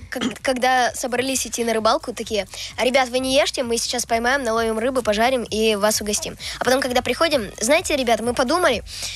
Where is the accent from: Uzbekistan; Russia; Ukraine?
Russia; Rybinsk, Yaroslavl Oblast; born there; я из Рыбинска, и я родился в Рыбинске, и у нас очень красивый город.